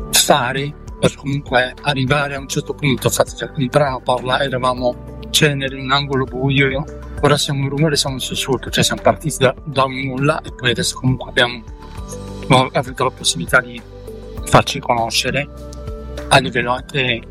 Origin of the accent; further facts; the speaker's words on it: Bari, Apulia, Italy; born there; now in northern Italy; io sono nato a Bari, poi mi sono trasferito, sono venuto qui a nord